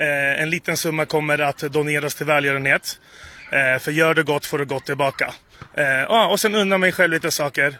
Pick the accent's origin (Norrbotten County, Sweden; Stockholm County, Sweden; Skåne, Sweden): Stockholm County, Sweden; Stockholm; Jag är själv uppvuxen i Akalla. Här i Västerort